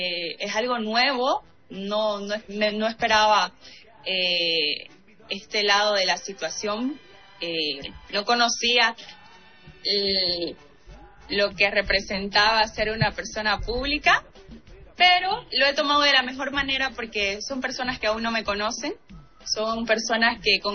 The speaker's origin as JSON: {"language": "Spanish", "region": "Santa Cruz", "country": "Bolivia", "said": "soy la máxima representante de la mujer cruceña."}